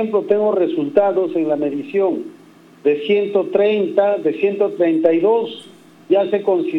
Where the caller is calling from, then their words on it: Lima, Peru; Estoy llamando de La Molina. Tengo 71 años.